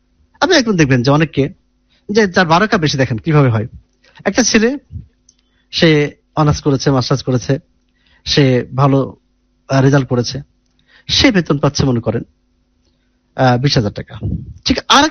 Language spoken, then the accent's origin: Bangla; Kushtia, Khulna Division, Bangladesh; now in Dhaka, Bangladesh; আমার বাড়ি কুষ্টিয়া